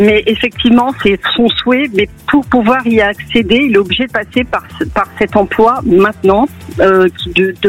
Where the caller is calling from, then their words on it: Nîmes, Occitanie, France; De Nîmes.